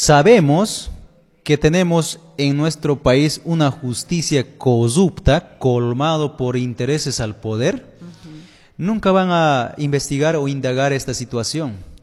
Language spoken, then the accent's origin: Spanish; Bolivia; ¿Acaso no somos bolivianos